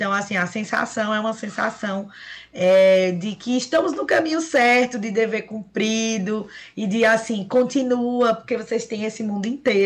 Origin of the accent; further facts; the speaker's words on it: Garanhuns, Pernambuco, Brazil; A gente é de Garanhuns, do interior